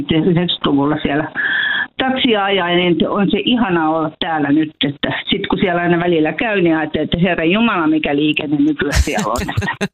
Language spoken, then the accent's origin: Finnish; Helsinki, Uusimaa, Finland; moved away as an adult; also born or lived in Espoo; now in Leivonmäki, Finland; Me muutettiin ihan eläkepäiviä viettää tänne Keski-Suomeen. Mä oon kotoisin Espoosta, Helsingissä syntyjä ja kolmannen polven helsinkiläinen, mutta sitten haluttiin tulla tänne rauhaan.